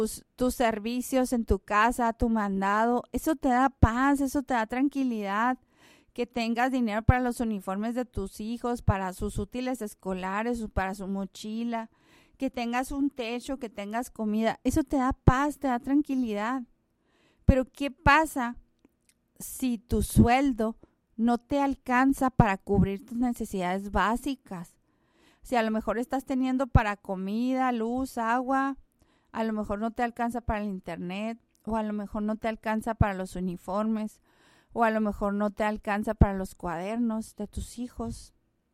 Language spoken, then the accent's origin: Spanish; Mexico; nosotros como mexicanos